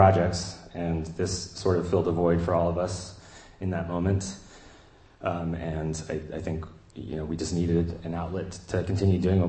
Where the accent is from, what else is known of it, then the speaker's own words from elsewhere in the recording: Chapel Hill, North Carolina, United States; moved away; my hometown of North Carolina, Chapel Hill.